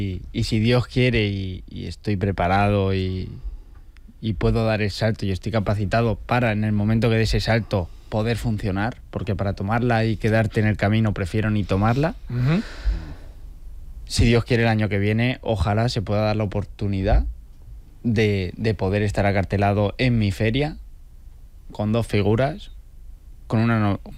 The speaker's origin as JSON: {"language": "Spanish", "town": "Alicante", "region": "Valencian Community", "country": "Spain", "said": "poco a poco voy creando ilusión en mi tierra, en los aficionados de Alicante y en los aficionados de la Comunidad Valenciana."}